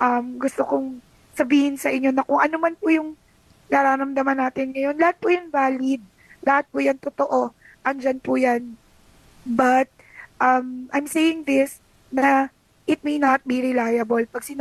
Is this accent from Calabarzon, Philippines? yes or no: yes; Batangas, Calabarzon, Philippines; sa amin sa Tagalog, sa Batangas